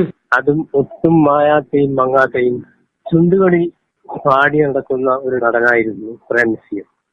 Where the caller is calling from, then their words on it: Kadambur, Kerala, India; Kadambur.